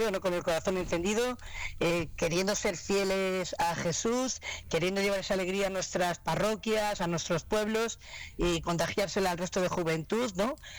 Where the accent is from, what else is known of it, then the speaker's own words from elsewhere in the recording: Cuenca, Castilla-La Mancha, Spain; moved away as an adult; now in Segovia, Spain; yo no soy de Segovia, llevo 14 años en Segovia, sí. Yo soy Cuenca, pero como segoviana